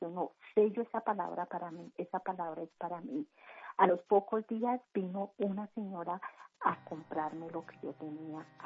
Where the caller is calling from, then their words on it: Bogotá, Colombia; Estoy en la zona quinta de Usme.